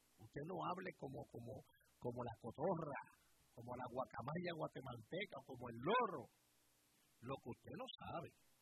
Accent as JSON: {"language": "Spanish", "town": "Caguas", "country": "Puerto Rico", "tie": "born or raised there", "said": "en el pueblo mío, cerquita donde yo me crié, en Río Caña, por el sector, se llama eso, La Ponderosa. Así que se llama, Giorgio, La Ponderosa en Cagua."}